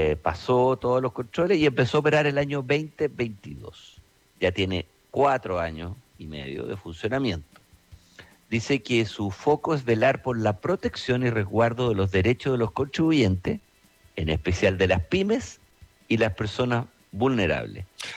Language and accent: Spanish; Chile; uno como es chileno es medio desconfiado, digamos.